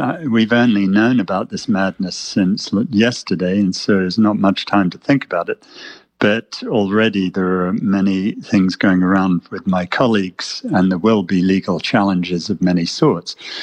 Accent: United States; And I hope that they don't view us all, I'm American, they don't view us all through the same lens.

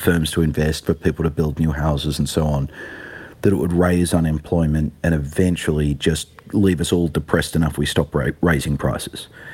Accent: Australia; a more functional democracy like my home country of Australia or Canada

